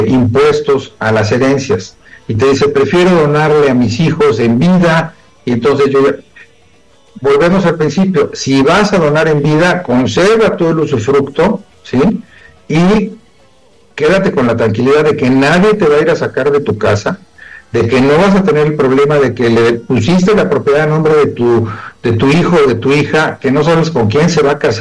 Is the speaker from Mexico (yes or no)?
yes; Mexico; no se esperen como buenos mexicanos a hacer la cita el 30 de septiembre